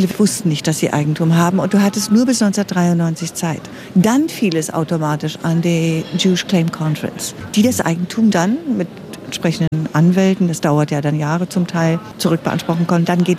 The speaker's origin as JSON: {"language": "German", "region": "East Germany", "country": "Germany", "said": "wir sind selber beide ja Ostdeutsche und haben damit gelebt."}